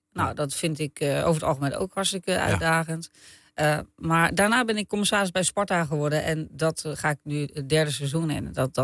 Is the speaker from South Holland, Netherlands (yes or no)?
yes; Lisse, South Holland, Netherlands; wij komen ook uit Lisse. Dus we zijn ook wel een beetje bescheiden.